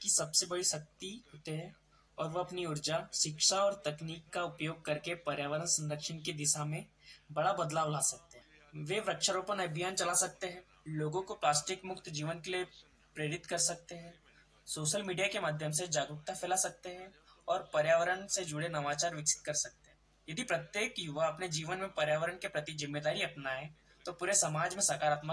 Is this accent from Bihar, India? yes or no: no; Betul, Madhya Pradesh, India; और मैं एक बैतूल की छोटे से गांव बासनेर खुर्द का निवासी हूँ।